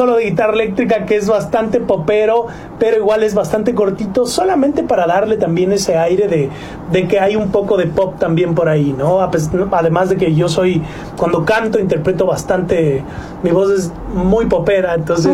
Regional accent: Ecuador; vengo desde la mitad del mundo a recibir este premio por Ecuador

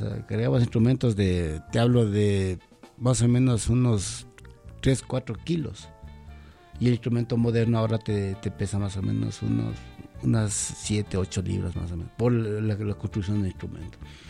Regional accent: Ecuador; Está mi tierra linda, el Ecuador.

